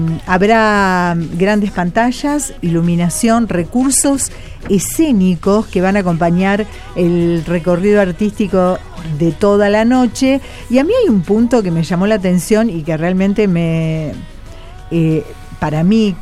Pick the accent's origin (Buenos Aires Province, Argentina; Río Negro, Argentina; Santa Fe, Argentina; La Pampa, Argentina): Santa Fe, Argentina; Rosario; cómo somos los rosarinos, los santafesinos